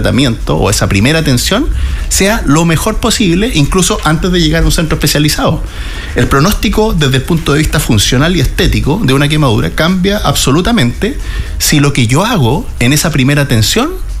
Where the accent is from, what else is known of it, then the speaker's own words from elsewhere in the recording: Hualañé, Maule, Chile; muy orgullosamente soy de Gualañé, así que voy a ocupar un ejemplo de mi tierra.